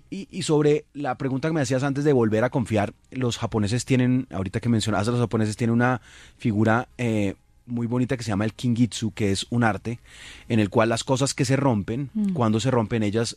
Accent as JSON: {"language": "Spanish", "country": "Colombia", "said": "En Colombia tenemos una enorme asimetría entre lo que yo creo de mí mismo y lo que creo de los otros, lo que creo de nuestra identidad común como colombianos."}